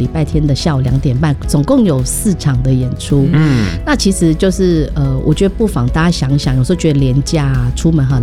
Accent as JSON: {"language": "Chinese", "country": "Taiwan", "said": "那因为大家讲到台湾人，我们台湾人其实 最主要就是食物"}